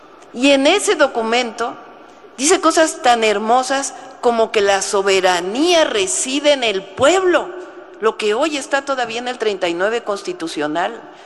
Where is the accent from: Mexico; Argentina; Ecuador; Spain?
Mexico; Ese valor que le damos las y los mexicanos, no importa si somos de Yucatán o de Sonora, de Veracruz o de Baja California